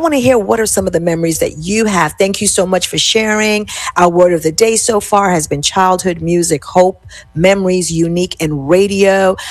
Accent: New York, United States; Growing up in New York

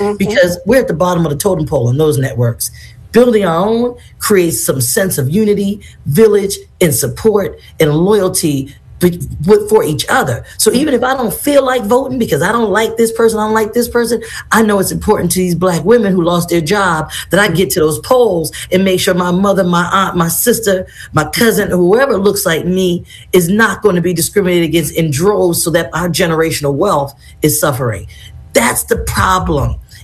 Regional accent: Boston, Massachusetts, United States; I was born and raised in Boston.

